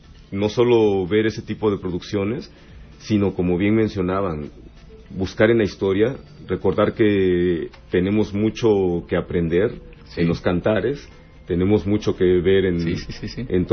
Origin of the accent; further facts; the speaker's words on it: Mexico; como pues somos mexicanos, hablamos español